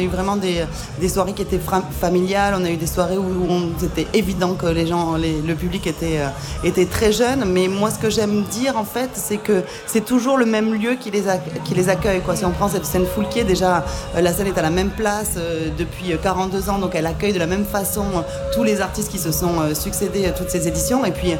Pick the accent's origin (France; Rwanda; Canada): France; South-West France; accent: southwestern; now in La Rochelle, France